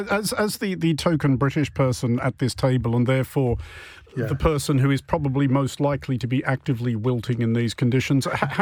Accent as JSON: {"language": "English", "country": "Australia", "moved": "yes", "lives_now": "United Kingdom", "said": "speaking as an Australian"}